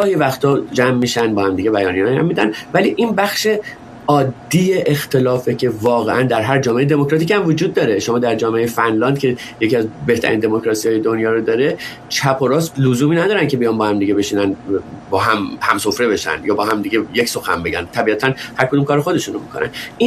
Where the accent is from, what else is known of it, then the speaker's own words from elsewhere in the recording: Iran; ما که غریبه نیستیم، ما ایرانی هستیم،